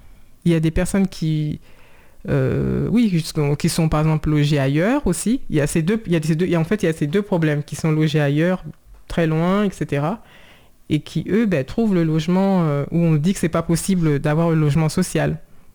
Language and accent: French; Saint-Cloud, Île-de-France, France; born there